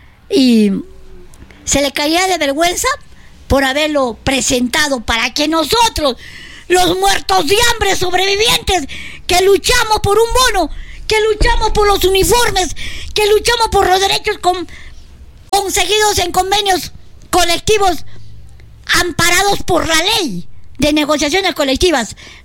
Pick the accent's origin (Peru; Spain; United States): Peru